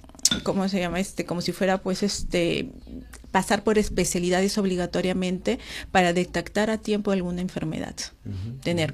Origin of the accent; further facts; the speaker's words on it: Peru; yo también como peruana.